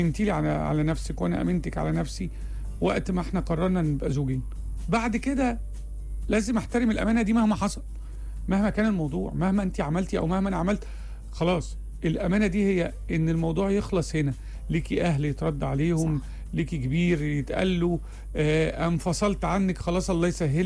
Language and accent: Arabic; Upper Egypt, Egypt; لأن في الآخر أنا متربي صعيدي شوي